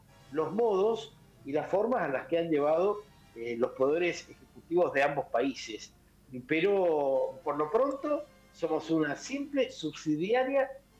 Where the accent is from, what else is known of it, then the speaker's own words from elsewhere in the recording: Mendoza, Argentina; Me faltó la S final porque soy mendocino.